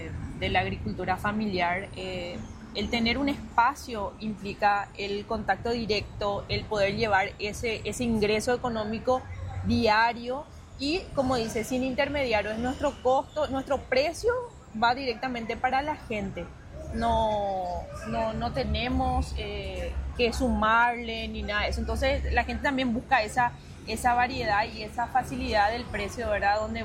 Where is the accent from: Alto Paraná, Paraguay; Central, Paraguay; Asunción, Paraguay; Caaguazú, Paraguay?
Central, Paraguay; Areguá; Nosotros somos, la mayoría somos de Central. Tenemos gente de, en mi caso soy de Areguá